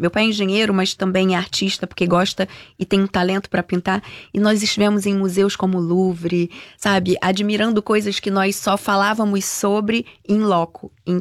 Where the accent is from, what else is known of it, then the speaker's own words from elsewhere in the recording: Rio de Janeiro, Brazil; E como uma boa carioca que sou e uma viajante assídua, eu entendo que viajar é muito bom, mas voltar para casa também é uma delícia